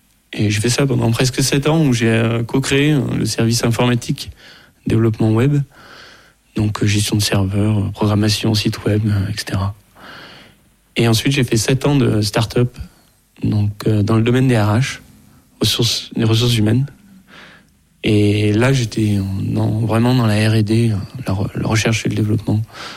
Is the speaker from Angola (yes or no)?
no; Auvergne-Rhône-Alpes, France; Eh bien oui, j'ai grandi en Ardèche